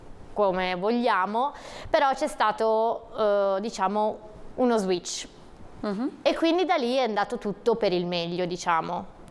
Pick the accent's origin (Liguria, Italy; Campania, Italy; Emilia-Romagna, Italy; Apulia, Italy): Liguria, Italy; Pietra Ligure; sarcoma è stato molto difficoltoso, perché io sono di Pietra Ligure